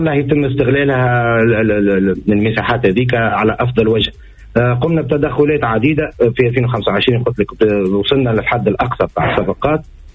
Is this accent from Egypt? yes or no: no; Tunisia; وانا مواطن تونسي